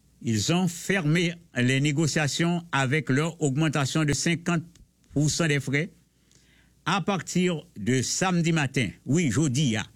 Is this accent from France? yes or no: no; Haiti; now in Canada; Retournons chez nous en Haïti